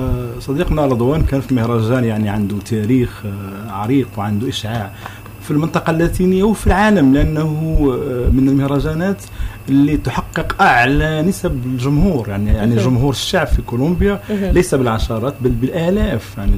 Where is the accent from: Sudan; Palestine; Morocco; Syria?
Morocco; كنت أنا مثلا من المغرب